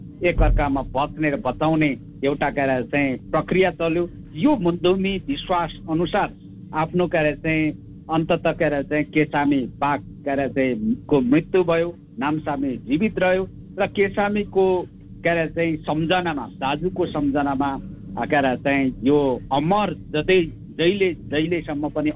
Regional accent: Terhathum, Koshi Province, Nepal; born or raised there

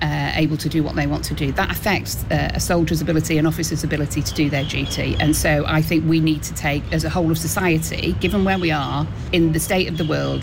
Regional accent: Stockport, North West England, United Kingdom

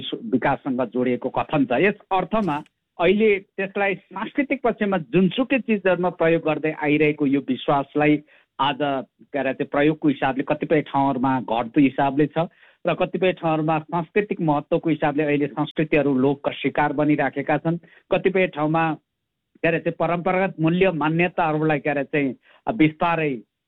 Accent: Koshi Province, Nepal; तेह्रथुम परेकोले तेह्रथुमवासी दाजुभाइ तथा दिदीबहिनीहरू म यो पूर्व क्षेत्रबाट बोलिराखेकोले गर्दाखेरि

